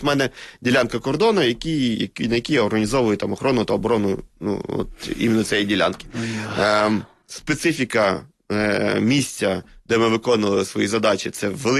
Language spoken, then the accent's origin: Ukrainian; Luhansk Oblast, Ukraine; хто може знати про Луганську землю, як не ми, місцеві, які прийшли з Луганської землі.